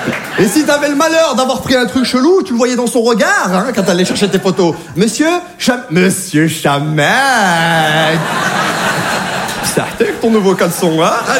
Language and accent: French; Saint-Étienne, Auvergne-Rhône-Alpes, France; Je parle des provinciaux parce que moi-même, je suis de province. Je viens de Saint-Étienne.